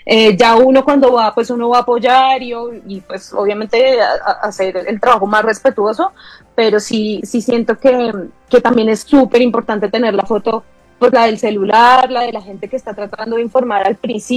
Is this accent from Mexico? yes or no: no; Bogotá, Bogotá Capital District, Colombia; yo soy de Bogotá